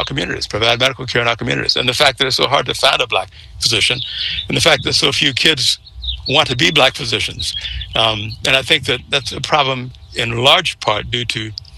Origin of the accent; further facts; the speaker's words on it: Florida, United States; I grew up in Florida. I never had a white classmate, teacher, or principal in all my schooling from first grade through 12th grade.